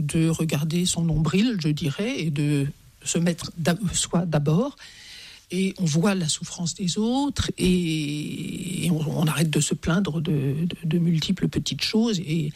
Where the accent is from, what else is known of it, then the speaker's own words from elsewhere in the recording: Pays de la Loire, France; je viens de la région de Nantes